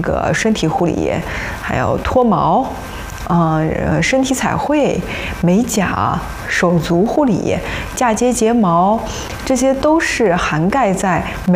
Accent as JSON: {"language": "Chinese", "region": "Shanghai", "country": "China", "tie": "born or raised there", "said": "我从小呢就是在上海长大的，学习也是在上海。"}